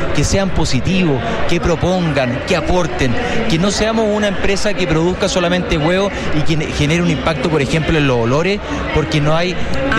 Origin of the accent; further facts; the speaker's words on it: Chile; yo creo que es importante en avanzar una mejor regulación de lo que nosotros hacemos como chilenos